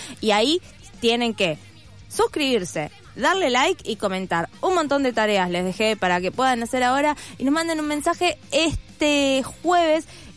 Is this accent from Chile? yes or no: yes; Chile; Ay, no, es verdad que soy chilena, la puta madre.